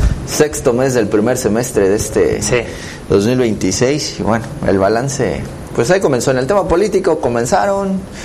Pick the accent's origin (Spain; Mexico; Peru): Mexico; los millones de mexicanos que somos